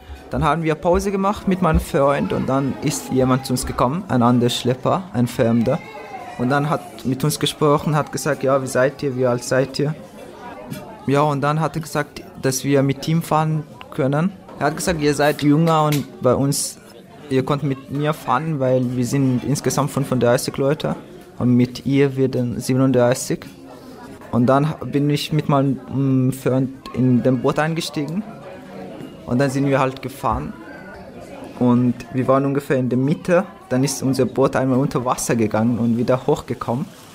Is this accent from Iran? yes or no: yes; Iran; now in Austria; Und ich bin in Iran geboren und aufgewachsen und wir waren dort halt illegal und ich konnte nichts machen.